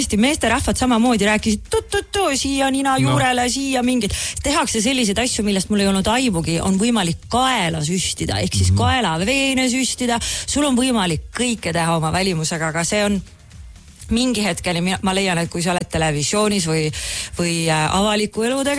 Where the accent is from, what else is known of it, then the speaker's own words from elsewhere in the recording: Otepää, Valga County, Estonia; now in Tallinn, Estonia; ma olen Otapelt pärit